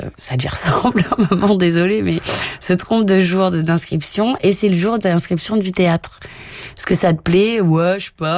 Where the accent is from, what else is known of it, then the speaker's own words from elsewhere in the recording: Avignon, Provence-Alpes-Côte d'Azur, France; also born or lived in Nîmes / La Rochelle; ma mère est Charente-Maritime, donc ils avaient envie, ils se sont dit, allez, on bouge du sud, et puis en fait, ça n'a pas tenu du tout. Ils sont redescendus, donc j'ai grandi à Avignon